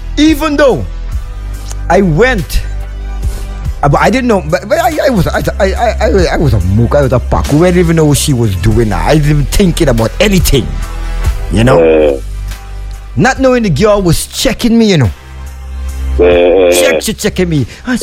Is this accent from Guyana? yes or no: yes; Guyana; I come from Guyana and I's a rice eater.